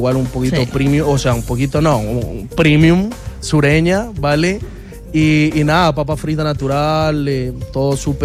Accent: Colombia; now in Rancagua, Chile; Yo soy de nacionalidad colombiano, sí, soy colombiano.

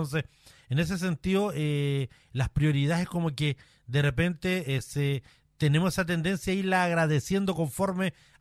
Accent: Chile; volviendo un poquito a nosotros para identificarnos como chilenos

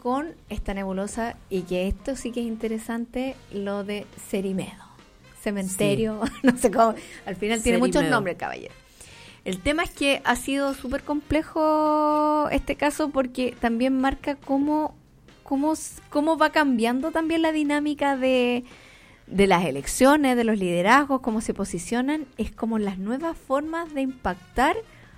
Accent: Chile

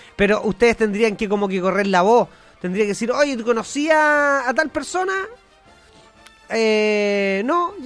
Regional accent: Sagrada Familia, Maule, Chile; en mi tierra natal, Sagrada Familia

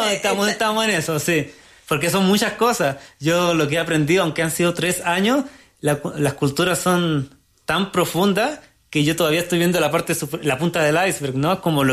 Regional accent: Arica, Arica y Parinacota, Chile; soy de Arica, no una ciudad tan grande, pero todavía hay una ciudad

